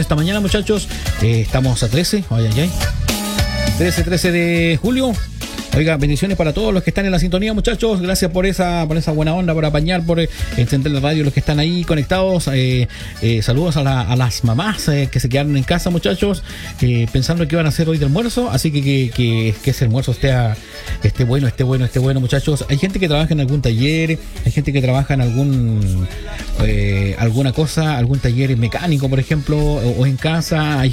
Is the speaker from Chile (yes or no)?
yes; Chile; nosotros somos chilenos.